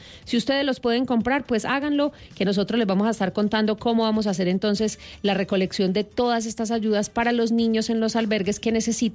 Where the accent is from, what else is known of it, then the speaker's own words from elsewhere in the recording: Colombia; como lo que somos, colombianos